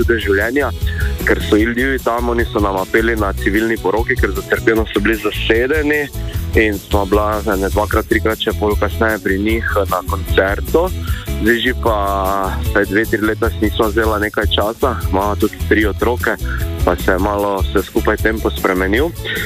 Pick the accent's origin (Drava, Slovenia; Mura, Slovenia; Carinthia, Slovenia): Drava, Slovenia; Maribor; Jaz sem iz Maribora.